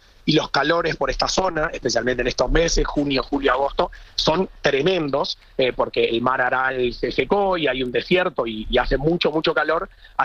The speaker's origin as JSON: {"language": "Spanish", "country": "Uruguay"}